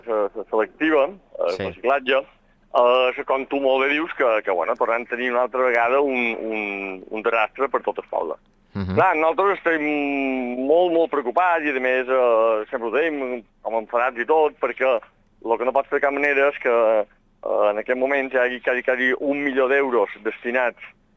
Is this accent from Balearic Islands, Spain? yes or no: yes; Sóller, Balearic Islands, Spain; som dels municipis de Mallorca que paguem el rebut de fems més alt